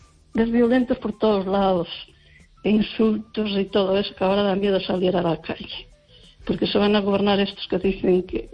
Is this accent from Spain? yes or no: yes; Lugo, Galicia, Spain